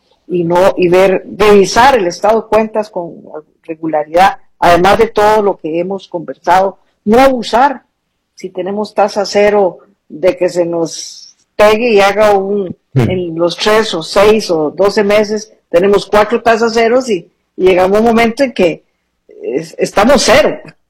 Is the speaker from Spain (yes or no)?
no; Costa Rica